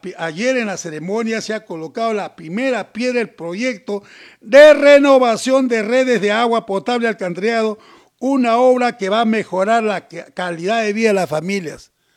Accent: Tacna, Peru

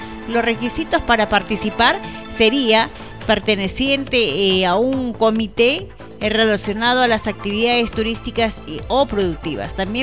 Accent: Mazamari, Junín, Peru; somos de Mazamari.

